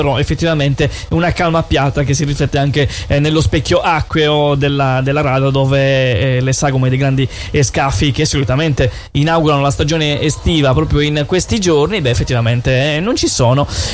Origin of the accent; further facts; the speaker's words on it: Sardinia, Italy; dalle nostre parti in Gallura